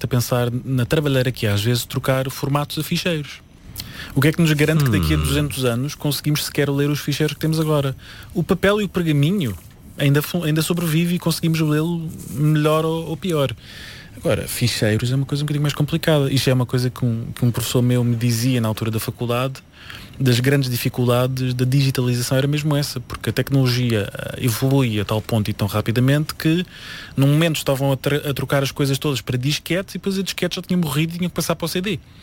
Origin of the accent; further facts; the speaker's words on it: Almada, Setúbal, Portugal; a minha terra da Almada